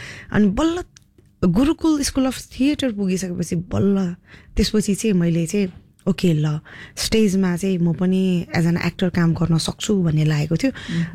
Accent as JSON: {"language": "Nepali", "town": "Dharan", "region": "Koshi Province", "country": "Nepal", "tie": "born or raised there", "said": "म चाहिँ जन्मे हुर्केको चाहिँ धरान हो."}